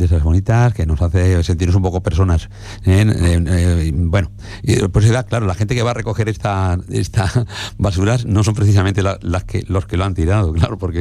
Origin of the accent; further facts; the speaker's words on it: Extremadura, Spain; born there; de un embalse de mi pueblo de nacencia, ¿no?